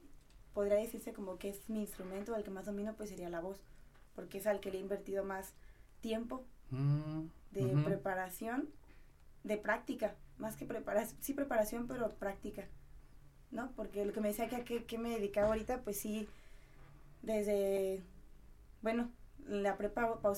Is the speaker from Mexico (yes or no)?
yes; Charo, Michoacán, Mexico; born there; Nací en Charo.